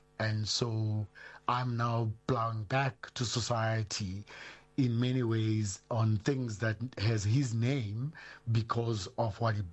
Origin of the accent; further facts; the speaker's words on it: Gqeberha, Eastern Cape, South Africa; in a town called Gqeberha, formerly known as Port Elizabeth. I was born in Kwazakhele Township, 1968 … And I grew up in that township